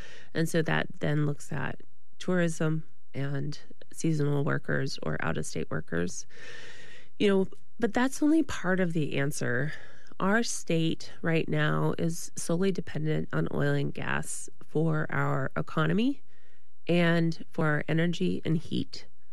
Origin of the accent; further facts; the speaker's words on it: Alaska, United States; I'm a Thlinkit from Southeast. My family's been here a long time.